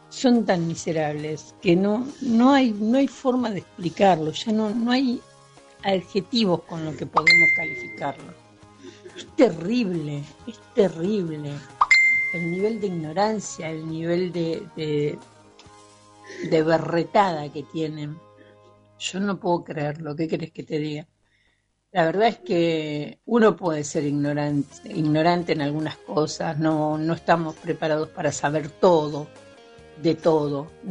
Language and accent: Spanish; Argentina; estoy comiendo unas tostadas con manteca y dulce de leche, porque soy argentina.